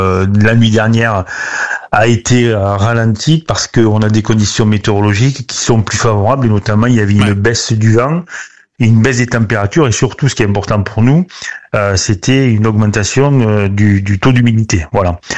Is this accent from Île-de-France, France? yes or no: no; Occitanie, France; Moi, par exemple, de mon département, moi je suis de l'Hérault, on a fourni une colonne de renforts.